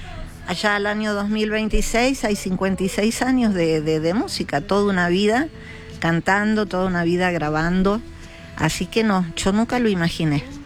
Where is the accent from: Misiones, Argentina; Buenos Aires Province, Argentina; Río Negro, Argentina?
Buenos Aires Province, Argentina; Paso del Rey; born or raised there